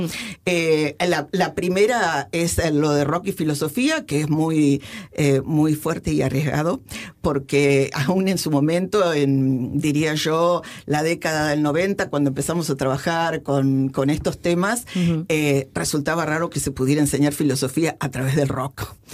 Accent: Argentina; also born or lived in Spain; Es que soy argentina-española y bueno, se me mezclan un poco los decires de un lado y del otro.

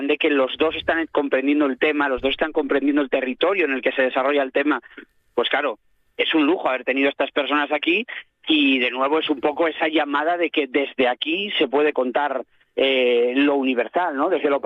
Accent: Asturias, Spain; ya no como asturianos, sino como especie

